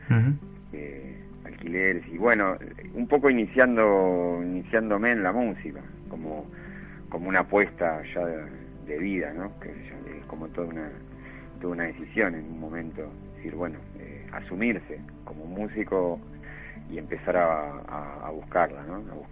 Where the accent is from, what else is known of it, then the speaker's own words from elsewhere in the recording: Bernal, Buenos Aires Province, Argentina; moved away as an adult; also born or lived in Avellaneda; now in Buenos Aires, Argentina; yo me crié en Bernal. Sí. Fui al normal de Quilmes. Ajá. Desde el jardín hasta el secundario.